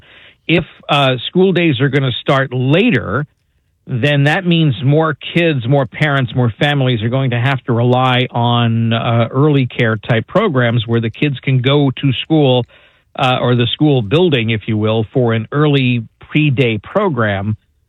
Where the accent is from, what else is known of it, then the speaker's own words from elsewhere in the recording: New York, United States; now in Florida, United States; I grew up in New York